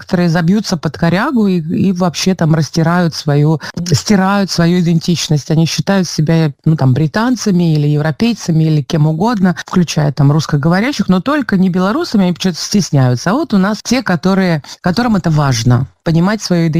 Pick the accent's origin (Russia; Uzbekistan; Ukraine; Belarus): Belarus; now in London, United Kingdom; мы, белорусы, заложили капсулу времени